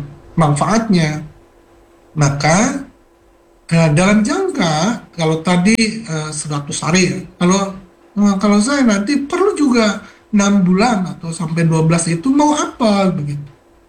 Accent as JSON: {"language": "Indonesian", "town": "Malang", "region": "East Java", "country": "Indonesia", "said": "tidak ada gunanya kita bicara untuk kita sebagai warga Malang"}